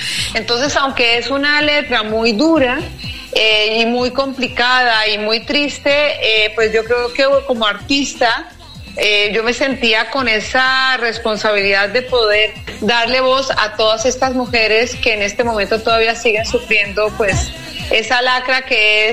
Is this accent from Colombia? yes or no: yes; Colombia; now in Madrid, Spain